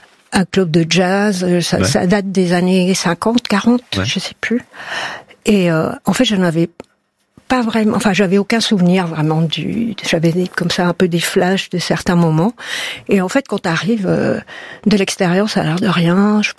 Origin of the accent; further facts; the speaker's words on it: France; on est des … from France, comme c'est marqué sur l'affiche.